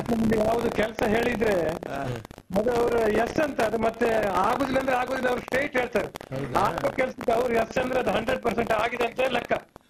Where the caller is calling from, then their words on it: Mangaluru, Karnataka, India; Vasuki Nagar ಯಕ್ಕೂರಿಂದ